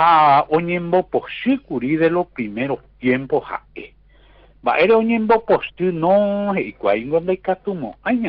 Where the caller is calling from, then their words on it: San Pedro, Paraguay; como santaniano, como sanpedrano, como paraguayo, como colorado.